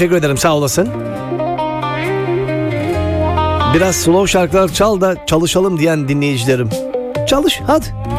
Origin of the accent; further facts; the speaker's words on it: Xanthi, Eastern Macedonia and Thrace, Greece; Yok abi, burada buralıyız yani. İskeçe'de. Yıl 1600. Yok, İskeçe doğumluyuz.